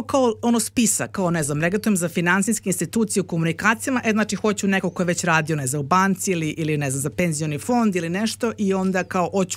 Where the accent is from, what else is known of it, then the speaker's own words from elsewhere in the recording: Belgrade, Serbia; now in Melbourne, Australia; ja sam odrasla u Beogradu na Petlom brdu, koga briga sad Petlom brdu, mislim, na kraj sveta